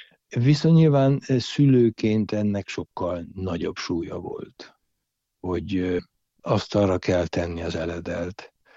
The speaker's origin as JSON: {"language": "Hungarian", "town": "Dej", "region": "Cluj County", "country": "Romania", "tie": "born or raised there", "said": "Nekem az a gyerekkorom, mert Szováton csak az Ikrek és a következő István testvérem született, utána pedig a többiek már désiek vagyunk inkább."}